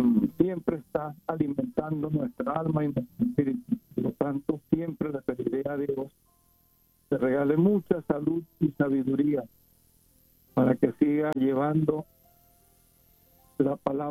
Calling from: Utah, United States; Vivo en Utah

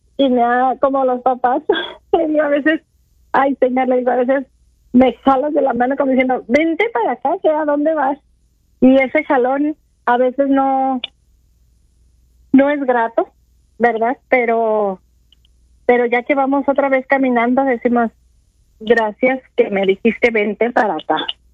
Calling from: Guadalajara, Jalisco, Mexico

